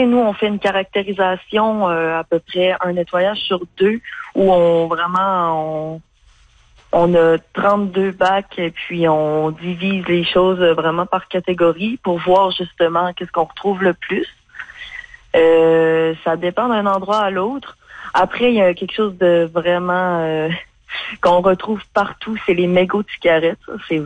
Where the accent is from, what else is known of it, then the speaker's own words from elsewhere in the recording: Natashquan, Quebec, Canada; Je viens de Noutachquan, en fait.